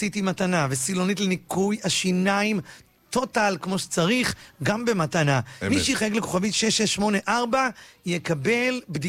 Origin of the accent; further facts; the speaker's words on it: Bat Yam, Tel Aviv District, Israel; אני בת ים, אני גדלתי בבת ים, בבלפור, בשכונת עמידר, אמא שלי עד היום בבת ים.